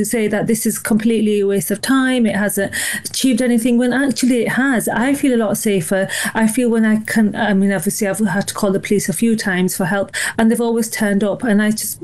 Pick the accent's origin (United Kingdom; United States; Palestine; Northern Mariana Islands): United Kingdom; Keighley, Yorkshire and the Humber; because I am from West Yorkshire, I live in Keighley